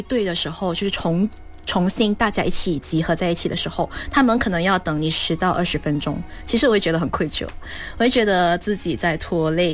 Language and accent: Chinese; Malaysia; 就是我们是马来西亚人嘛，马来西亚人的话就是没有冬天的装备